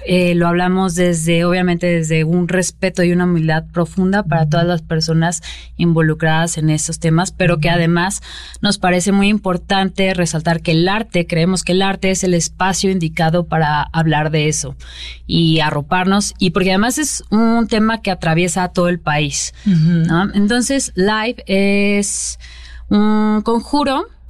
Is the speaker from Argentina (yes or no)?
no; Mexico